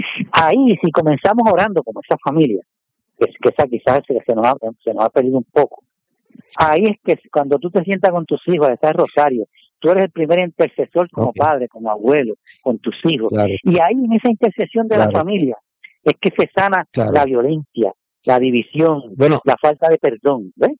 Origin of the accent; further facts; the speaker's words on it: San Juan, Puerto Rico; Yo soy de San Juan